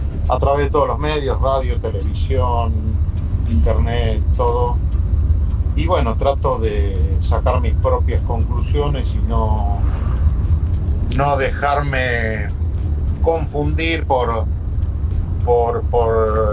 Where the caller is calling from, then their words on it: San Miguel, Buenos Aires Province, Argentina; de San Miguel.